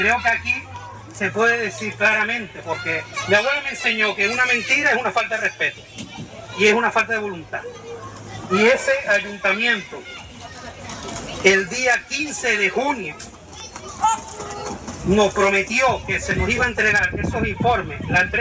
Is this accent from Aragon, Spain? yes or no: no; Santa Cruz de Tenerife, Canary Islands, Spain; now in Güímar, Spain; Porque yo soy de Santa Cruz, vivo en Guima, ¿y qué hago yo en Chimiche?